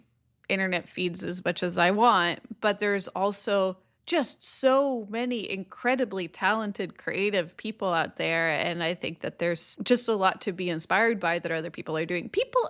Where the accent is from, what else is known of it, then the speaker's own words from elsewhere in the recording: Stockholm, Stockholm County, Sweden; I am from Stockholm, Sweden